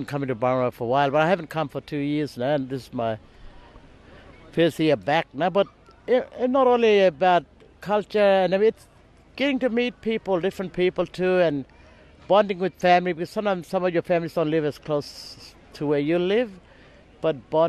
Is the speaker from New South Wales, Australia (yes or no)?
no; Nooka, Northern Territory, Australia; I'm from Nooka Community in the Northern Territory.